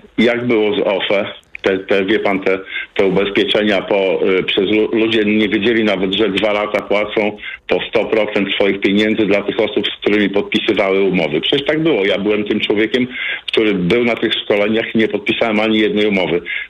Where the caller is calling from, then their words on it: Białystok, Podlaskie Voivodeship, Poland; z tej strony z Białegostoku.